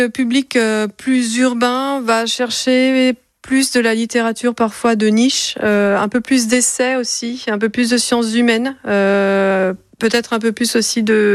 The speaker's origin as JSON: {"language": "French", "town": "Paris", "region": "Île-de-France", "country": "France", "moved": "as an adult", "lives_now": "Le Croisic, France", "said": "j'ai une maison Croisic depuis plus de 10 ans. Moi, j'habite au Croisic depuis 5 ans maintenant à l'année. Mais à la base, non, j'étais de Paris."}